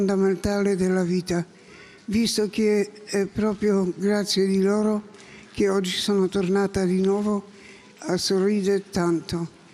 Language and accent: Italian; Poland; Italian is a second language; moved away as an adult; now in Italy; Buongiorno … vengo dalla Polonia. Arrivata da Italia 35 anni fa, casa, per il lavoro.